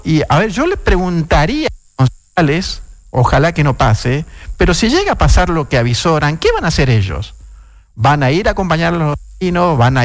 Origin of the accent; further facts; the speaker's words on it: Resistencia, Chaco, Argentina; somos vecinos de Resistencia